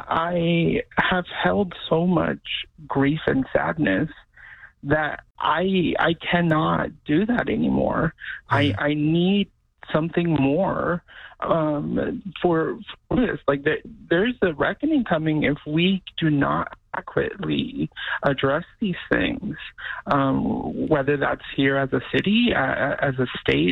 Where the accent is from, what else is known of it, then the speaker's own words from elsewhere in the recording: Houston, Texas, United States; I grew up in Magnolia Park as a child, very familiar with the area.